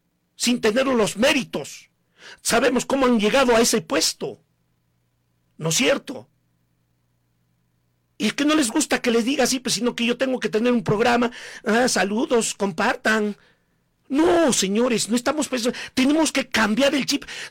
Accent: Coracora, Ayacucho, Peru; Por eso me duele mi Coracora, mi Parinacochas

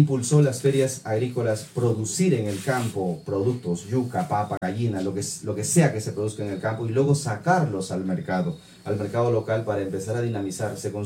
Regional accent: Villa Rica, Pasco, Peru; Yo soy de Villarrica.

